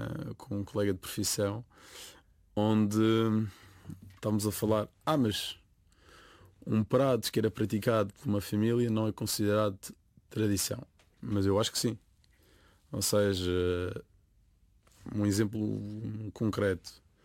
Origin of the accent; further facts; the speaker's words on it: Madeira, Portugal; E que não é uma desculpa porque sou madeirense, mas que de facto nós trabalhamos imenso